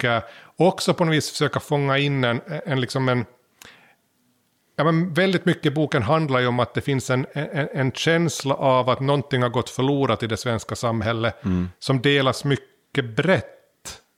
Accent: Finland; växte upp i Finland så vi hade ju mycket mindre invandring. Och det som inom parentes sagt att växa upp som finlandssvensk så betyder att man nog nästan aldrig hade någon slags direkt relationell kontakt med invandrare

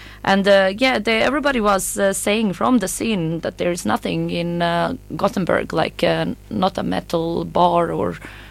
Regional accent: Bosnia & Herzegovina; English is a second language; I'm originally from Bosnia, actually

